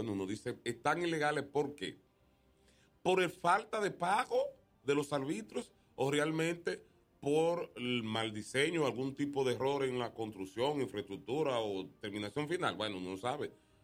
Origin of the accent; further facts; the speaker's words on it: Dominican Republic; nosotros como dominicanos